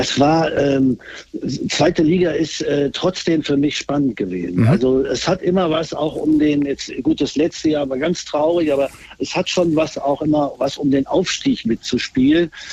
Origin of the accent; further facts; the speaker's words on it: North Rhine-Westphalia, Germany; Da bin ich geboren, aber im Ruhrgebiet groß geworden.